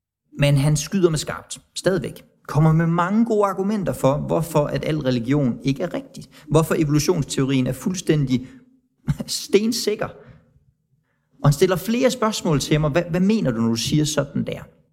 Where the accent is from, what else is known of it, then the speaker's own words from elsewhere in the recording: Tanzania; Fordi jeg er vokset op i Tanzania. Jeg har hørt om, mennesker, der har været besat.